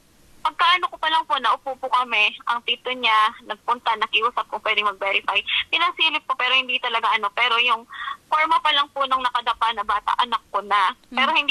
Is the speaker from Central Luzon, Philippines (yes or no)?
yes; Central Luzon, Philippines; moved away; Kasi tubong Pampanga po talaga kami. Kapampangan po kami. Purong Kapampangan. Taga-Pampanga po kami.